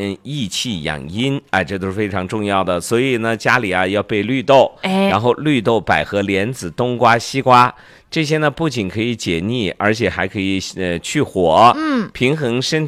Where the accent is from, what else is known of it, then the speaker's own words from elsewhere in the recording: Xinjiang, China; 我们新疆人